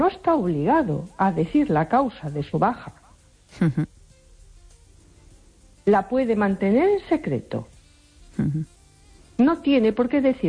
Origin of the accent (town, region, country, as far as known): A Coruña, Galicia, Spain